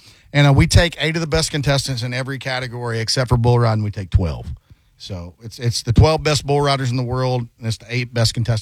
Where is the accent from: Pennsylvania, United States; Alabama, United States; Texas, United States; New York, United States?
Alabama, United States; also born or lived in Tampa; So I'm from Southeast Alabama, and I moved down to Tampa.